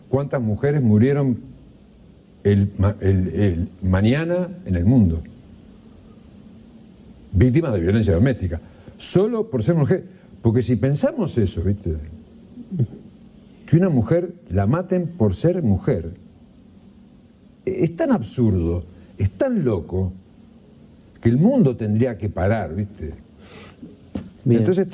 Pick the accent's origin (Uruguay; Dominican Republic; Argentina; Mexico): Uruguay; yo no soy gringo, soy uruguayo.